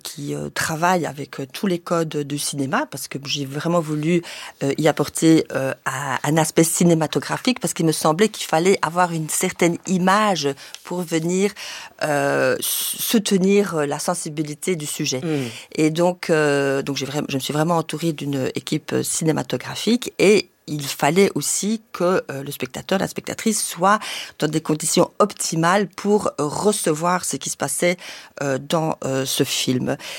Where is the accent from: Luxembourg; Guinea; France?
Luxembourg; moved away as an adult; also born or lived in Brussels, Belgium; je suis née à Bruxelles, d'une mère espagnole, d'un père belge. Ensuite, j'ai grandi au Grand-Duché de Luxembourg et j'y ai vécu jusqu'à mes 18 ans. Le Grand-Duché de Luxembourg est un pays qui est très multiculturel